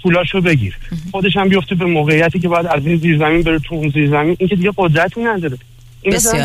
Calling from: Iran; به عنوان یه ایرانی

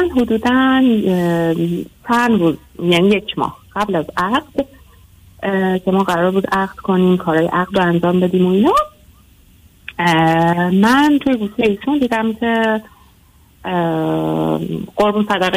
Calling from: Iran; من از ایران هستم.

